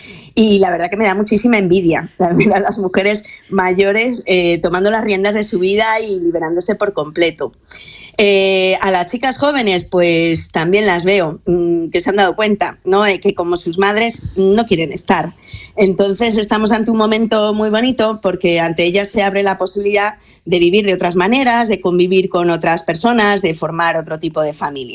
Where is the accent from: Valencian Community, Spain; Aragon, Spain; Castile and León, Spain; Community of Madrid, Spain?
Community of Madrid, Spain; Madrid; yo que me he criado en Madrid, ¿verdad?, toda mi vida